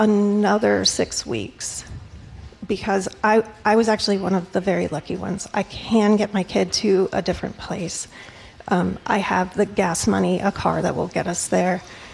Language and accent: English; Texas, United States; Well, first of all, we moved here from Texas, thinking this was a safe state.